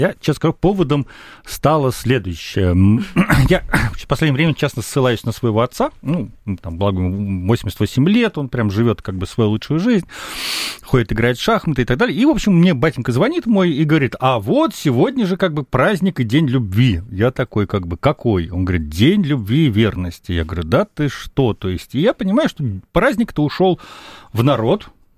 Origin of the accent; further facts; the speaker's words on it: Saint Petersburg, Russia; я сам из Питера